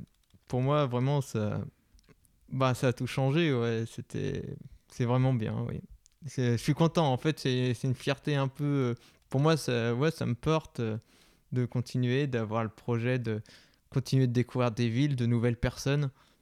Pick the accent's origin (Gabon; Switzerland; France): France; Auvergne-Rhône-Alpes; j'ai 25 ans, je viens du Beaujolais, un petit village qui s'appelle Frontenat dans les Pierres Dorées.